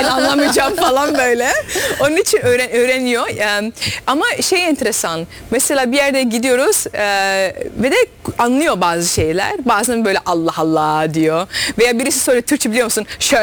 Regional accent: Netherlands; born there; Turkish is a second language; also born or lived in Turkey; Benim annem 7 yaşındayken Hollanda'ya geldi.

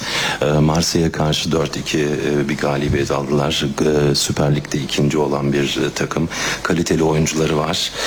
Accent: Istanbul, Turkey; Evet, Türkiye'de doğdum, İstanbul'dayım, İstanbul'da yaşadım.

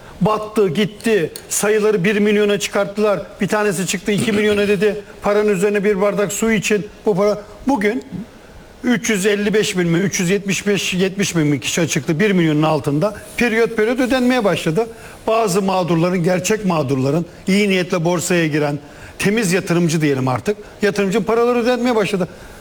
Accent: Bartın Province, Turkey; Ben de Bartınlıyım. O ismi geçen kimse Bartın'da.

